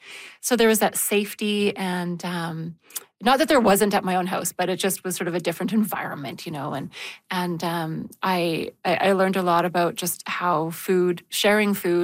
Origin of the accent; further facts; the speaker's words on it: Calgary, Alberta, Canada; We grew up in Calgary and only went out to visit them in Windsor about once a year.